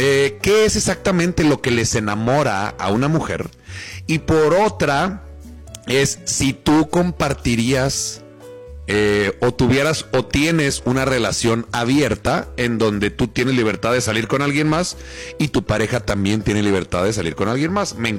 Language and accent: Spanish; Mexico; Obviamente una pareja tradicional, como somos los mexicanos